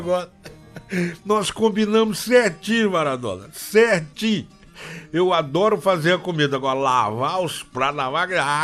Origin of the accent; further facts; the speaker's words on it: Brasília, Federal District, Brazil; born there; Agora aqui, já em Brasília, com 9, 10 anos de idade